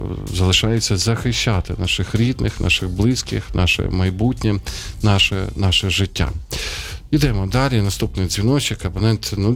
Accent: Sumy, Sumy Oblast, Ukraine; moved away; був в Сумах, в моєму рідному місті

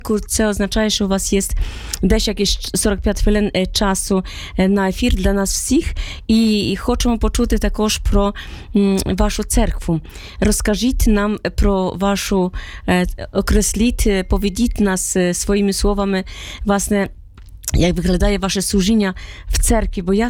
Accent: Poland; Ukrainian is a second language; moved away as an adult; now in Ukraine; у нас в Польщі найкраща оцінка 5. Я з Польщі не сказала, що 34 роки в Україні, і тут працювати з дітьми

